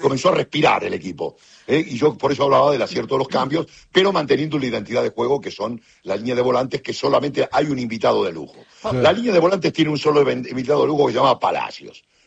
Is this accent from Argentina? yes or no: yes; Argentina; soy argentino